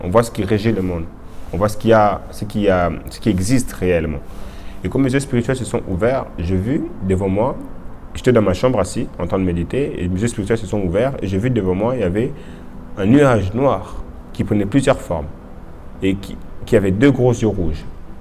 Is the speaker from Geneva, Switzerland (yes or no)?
yes; Geneva, Switzerland; also born or lived in Congo; je suis de Genève. Voici mon témoignage. J'ai grandi au Congo avec ma mère. Après le décès de ma mère, je suis venu rejoindre mon père ici à mes 11 ans.